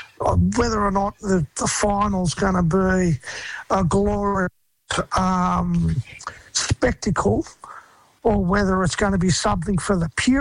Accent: Australia; as a black Australian and a passionate Socceroos fan growing up

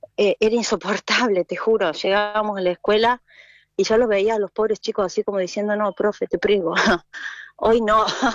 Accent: Villa Allende, Córdoba, Argentina; moved away as an adult; now in Bergamo, Italy; Nací en Villa Allende y siempre viví a 2 cuadras de la clínica donde nací

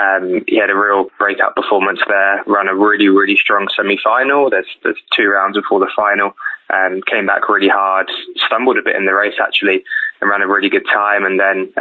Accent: United Kingdom; US trials as a Brit kind of watching from over the pond is always pretty brutal.

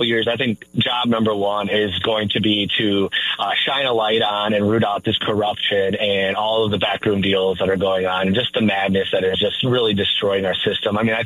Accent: Rockford, Illinois, United States; I'm from the Rockford area, so lived a little bit all over Winnebago County, but both my parents are from the west side of Rockford, working class people.

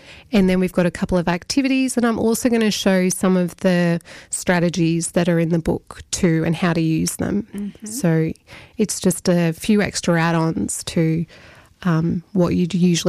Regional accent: Canberra, Australian Capital Territory, Australia; moved away as an adult; now in Yass, Australia; our family are from there and just wanting something a bit different. I grew up in Canberra

